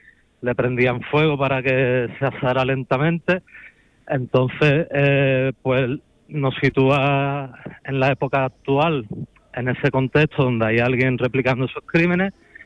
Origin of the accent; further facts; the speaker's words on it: Cádiz, Andalusia, Spain; tirando pa casa, pa Cádiz